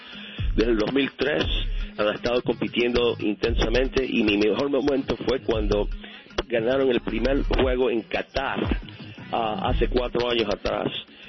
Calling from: New York, United States; Estoy llamando desde Nueva York.

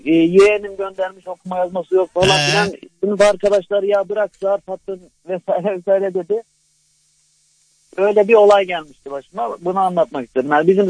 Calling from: Erzurum, Turkey; Ben Erzurumluyum.

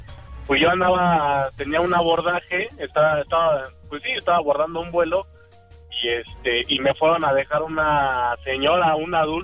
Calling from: Chimalhuacán, State of Mexico, Mexico; Soy de Chimalhuacán

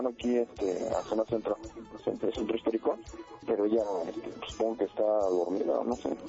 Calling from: Nezahualcóyotl, State of Mexico, Mexico; De aquí, de Mesa.

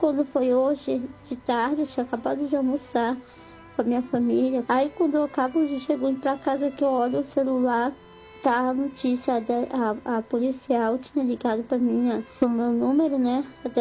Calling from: Belém, Pará, Brazil; moro em Belém do Pará. Eu sou da Igreja Assembleia de Deus, né?

